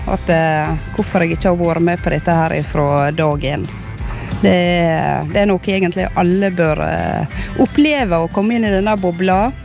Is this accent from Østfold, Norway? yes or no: no; Måløy, Vestland, Norway; Det er klart vi er fra Måløy.